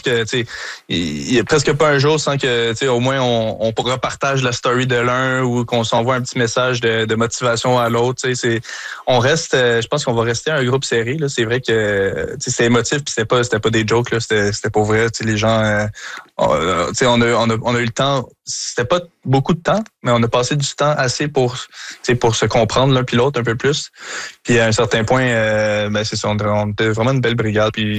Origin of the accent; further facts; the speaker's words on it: Montreal, Quebec, Canada; je suis Montréalais dans l'âme